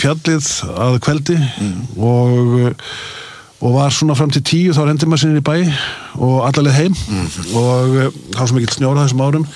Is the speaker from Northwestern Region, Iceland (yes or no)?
no; Akureyri, Northeastern Region, Iceland; Já, já, það var alltaf dásan með þetta alast upp á Akureyri.